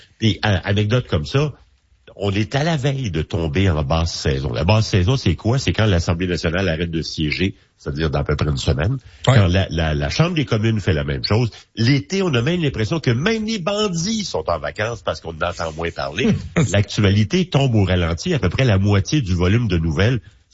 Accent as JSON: {"language": "French", "region": "Quebec", "country": "Canada", "said": "chez nous au Québec"}